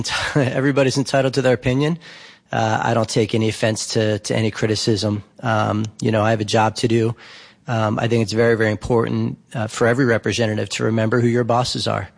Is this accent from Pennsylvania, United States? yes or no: yes; Pennsylvania, United States; I come from Pennsylvania's first district. It's Bucks and Montgomery counties in Pennsylvania.